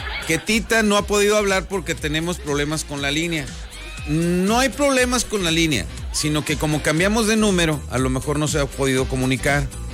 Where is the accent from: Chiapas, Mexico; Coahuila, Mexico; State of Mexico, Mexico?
Coahuila, Mexico; Ramos Arizpe